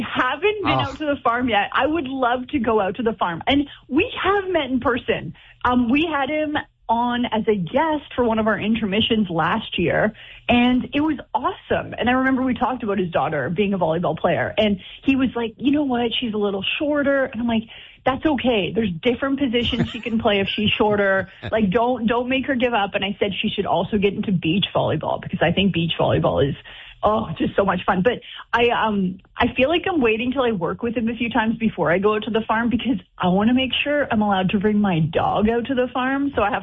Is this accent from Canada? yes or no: yes; Alberta, Canada; I'm from Alberta.